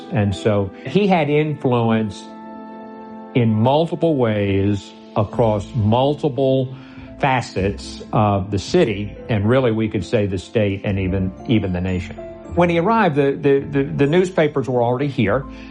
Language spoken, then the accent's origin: English; Roanoke, Virginia, United States; And when I was growing up in Roanoke, we called it the Fishburne Mansion.